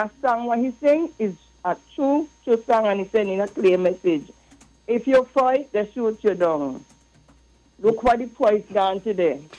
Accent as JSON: {"language": "English", "town": "Newtown", "country": "St. Kitts & Nevis", "tie": "born there", "said": "I born in St. Kitts and I'm from Newtown"}